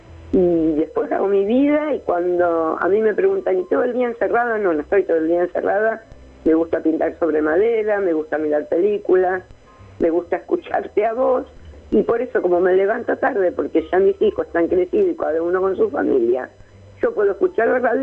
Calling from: Luján, Buenos Aires Province, Argentina; una carnicería muy grande que hay acá en Luján

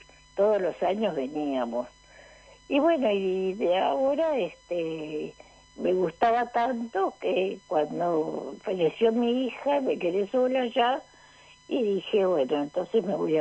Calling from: Mar del Plata, Buenos Aires Province, Argentina; yo te hablo de Mar del Plata … de Mar del Plata.

